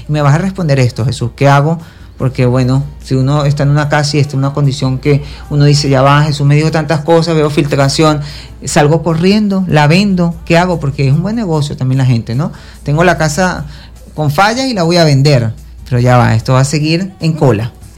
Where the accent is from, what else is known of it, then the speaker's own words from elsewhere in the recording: Venezuela; Todos somos hermanos venezolanos y nos sentimos afectados